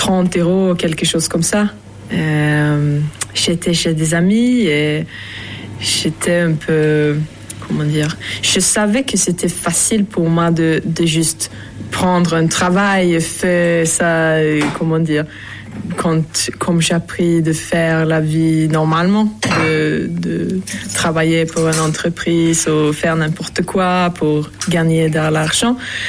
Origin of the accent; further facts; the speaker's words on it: Sweden; French is a second language; moved away as an adult; Moi, je viens de la Suède. Je suis venue pour... je suis venue pour faire un stage en France, en Ardèche.